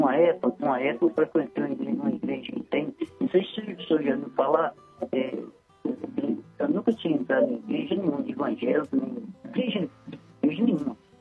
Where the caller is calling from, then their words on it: Ribeirão das Neves, Minas Gerais, Brazil; Estou aqui de Ribeirão das Neves, bairro Felizândia.